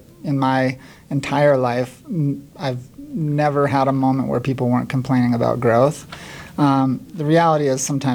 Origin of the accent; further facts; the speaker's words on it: Park City, Utah, United States; I grew up in Park City.